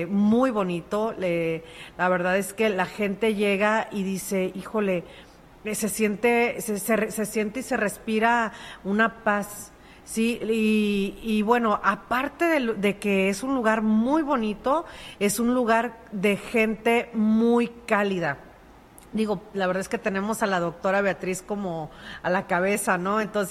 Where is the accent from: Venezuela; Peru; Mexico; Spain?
Mexico; de nosotros como mexicanos, como sociedad